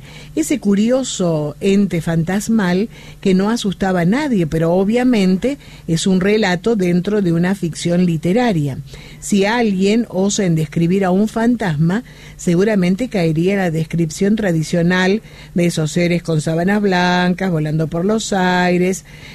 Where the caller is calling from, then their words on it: Córdoba, Argentina; Soy de Córdoba Capital, barrio Villa Libertador, y trabajo hasta las 6.